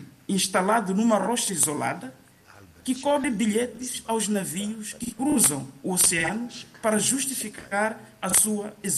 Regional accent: Namarói, Zambezia, Mozambique; Portuguese is a second language; eu sou de Namarói, Alta Zambésia, para quem conhece o distrito de Zambésia, e tal como muitas crianças da minha época, nós aprendemos a falar o português na escola

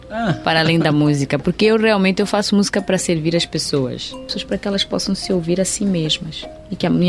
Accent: Mozambique; Mas eu sou muito moçambicana. Eu sou moçambicana ferrenha.

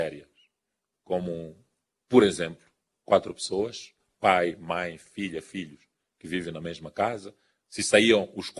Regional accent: Mozambique; E nós aqui mesmo, como moçambicanos, já produzíamos.

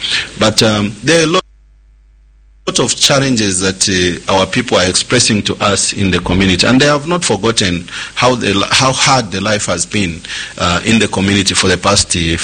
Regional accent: Lusaka, Lusaka Province, Zambia; I'm born and bred in Munali constituency. I was born in Mutendere, grew up in Mutendere.

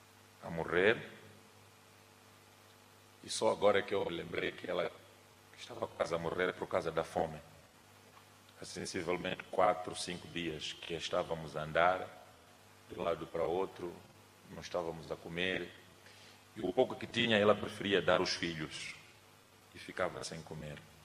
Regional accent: Inhaminga, Sofala, Mozambique; born there; Meu irmão mais velho, este que tinha este nome, nasceu no Dondo e eu nasci em Inhaminga, porque o meu pai trabalhava no CFM e tinha sido transferido do Dondo para Inhaminga.

